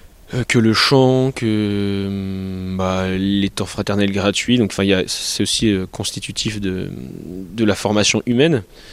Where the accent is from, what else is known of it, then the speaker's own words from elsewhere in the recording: Épernay, Grand Est, France; j'ai grandi à Épernay